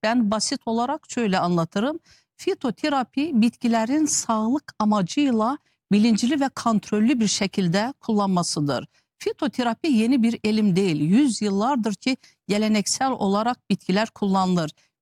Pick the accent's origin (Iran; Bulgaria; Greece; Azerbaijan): Azerbaijan; now in Turkey; Ben Azerbaycanlıyım ama Türkiye'deyim. Türkiye Cumhuriyeti vatandaşıyım.